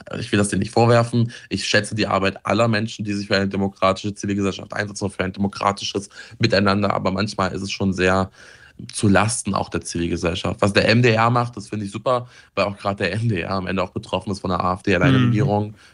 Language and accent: German; Saxony-Anhalt, Germany; Sachsen-Anhalt kann kulturell auch viel bieten. Meine Heimatstadt beispielsweise hat das längste Gradierwerk, also die längste salzhaltige Gradieranlage Deutschlands stehen.